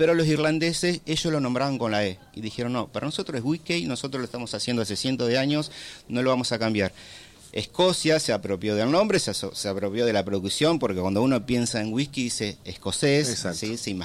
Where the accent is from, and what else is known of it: Argentina